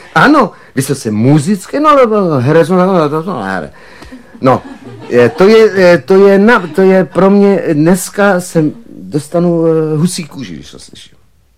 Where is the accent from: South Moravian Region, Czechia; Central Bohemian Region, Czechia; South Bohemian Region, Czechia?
Central Bohemian Region, Czechia; Smečno